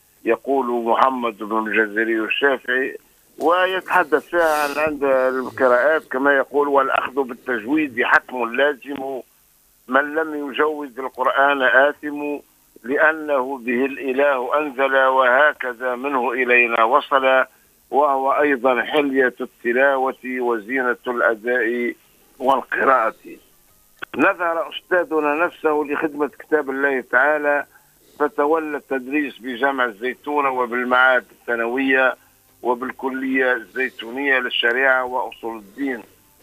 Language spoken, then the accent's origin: Arabic; Tunisia; بلادنا تونس